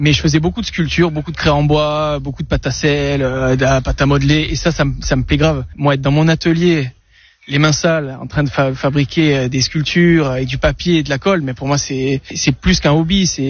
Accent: Nice, Provence-Alpes-Côte d'Azur, France; moved away as an adult; also born or lived in Dijon / Clermont-Ferrand / Toulouse; Quand tu passes le Var en tant que niçois

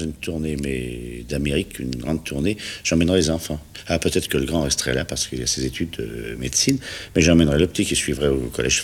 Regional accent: France; Je suis un Français moyen, neutre.

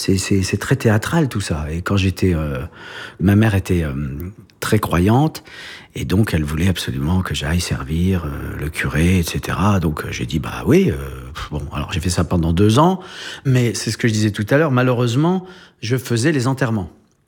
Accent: Grand Est, France; also born or lived in Saint-Dizier; j'ai grandi, je suis né en Champagne, à Saint-Dizier, mais c'est l'endroit, le seul endroit en Champagne où on fait pas de champagne. Et ensuite, j'ai grandi dans les Vosges, mais c'est la plaine des Vosges, il n'y a pas la montagne.

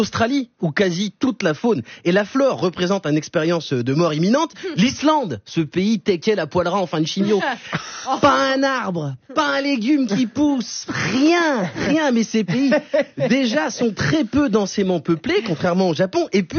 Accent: Vaulx-en-Velin, Auvergne-Rhône-Alpes, France; Moi, je suis né à Voix-en-Velin. L'escape game, il a commencé à ma naissance. J'y suis encore.

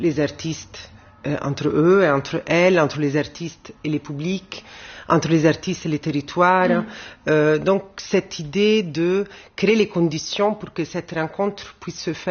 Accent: Rome, Lazio, Italy; Moi, j'ai grandi à Rome et j'étais adolescente, disons, dans les années 90.

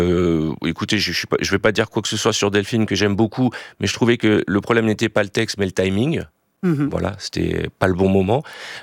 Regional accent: France; Je suis français, juif d'abord.

